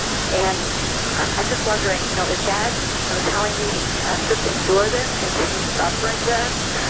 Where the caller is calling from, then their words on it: Michigan, United States; I'm calling from Lavalle, Michigan